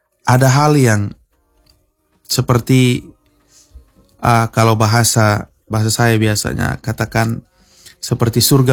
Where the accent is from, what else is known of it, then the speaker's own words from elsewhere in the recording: Kupang, East Nusa Tenggara, Indonesia; Kalau kita orang Kupang kan bilang